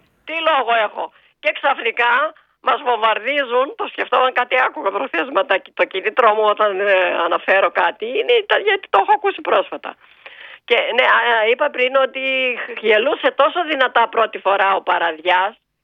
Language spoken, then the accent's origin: Greek; Metsovo, Epirus, Greece; εδώ στην πατρίδα μου, στο Μέτσο